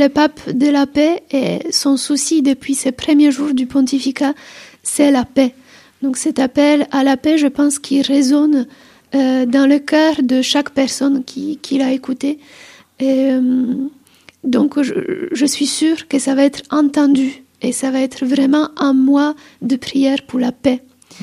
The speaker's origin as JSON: {"language": "French", "country": "Poland", "moved": "yes", "said": "je suis polonaise"}